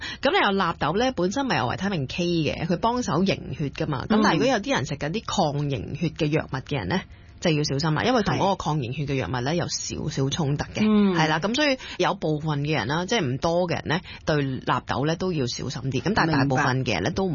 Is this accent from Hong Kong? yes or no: no; Indonesia; 咁另外我哋印尼人就鍾意食天贝啦